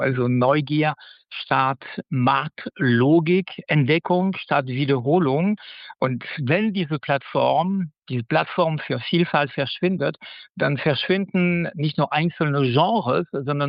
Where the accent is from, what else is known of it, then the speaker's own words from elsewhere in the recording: France; Ja, also als Franzose habe ich mich immer über den allgemeinen Popmusikgeschmack hierzulande gewundert.